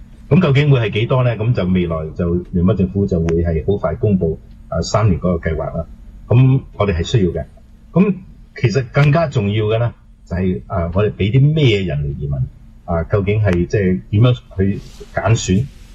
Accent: Canada; 我哋加拿大人口老化

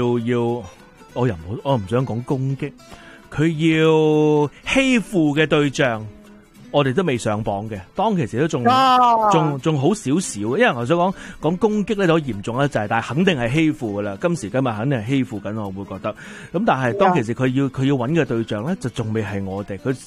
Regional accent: Canada; 我哋加拿大人

